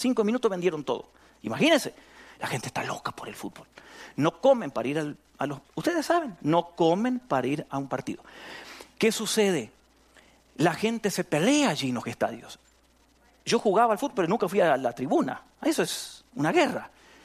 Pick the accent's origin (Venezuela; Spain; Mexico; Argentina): Argentina; moved away; de donde yo vengo, en Argentina.